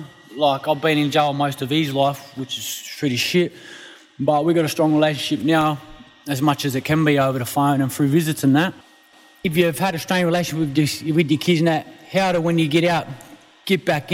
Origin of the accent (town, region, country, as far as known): Sydney, New South Wales, Australia; born or raised there